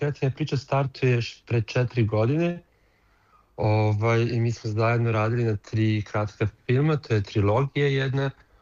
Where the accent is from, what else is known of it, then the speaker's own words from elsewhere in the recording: Serbia; now in Berlin, Germany; pošto ja sam iz Srbije, hoda iz Irana, ali mi se znamo iz Berlina, pošto ja živim u Berlinu već 10 godina